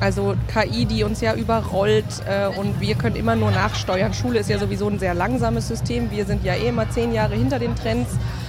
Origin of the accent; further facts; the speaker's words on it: Erfurt, Thuringia, Germany; Ich komme aus Erfurt. … genau. Und komme aus der Landeshauptstadt heute.